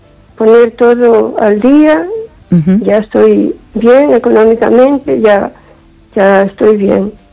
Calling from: O Carballiño, Galicia, Spain; de Carballiño.

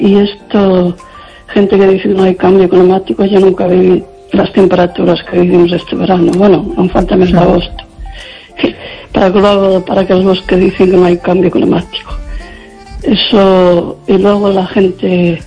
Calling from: Lugo, Galicia, Spain

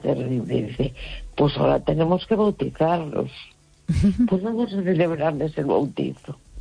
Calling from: A Coruña, Galicia, Spain; de la Coruña.

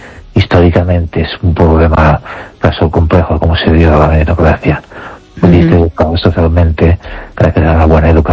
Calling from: Ourense, Galicia, Spain; desde Orense.

